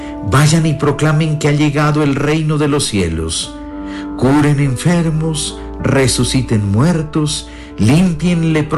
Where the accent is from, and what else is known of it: Colombia